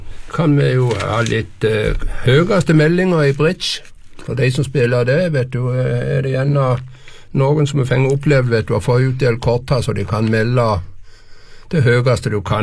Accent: Moi, Rogaland, Norway; Jeg kommer fra Møye, Rogaland, jeg.

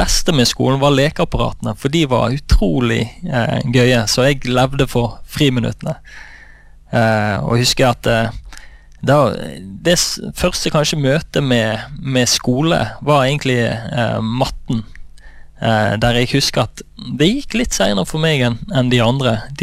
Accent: Oslo, Norway; born there; also born or lived in Indonesia / Singapore; Det jeg ble født I Oslo, og så valgte foreldrene mine å bli misjonærer, så de reiste ut til Indonesia. Og da hadde jeg første delen av barndommen min I Indonesia og Singapore da.

